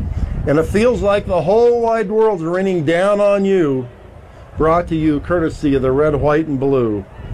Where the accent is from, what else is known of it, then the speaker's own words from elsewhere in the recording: Brush, Colorado, United States; it's great to be back in my hometown, Brush, Colorado, the all-American city where the West still stands.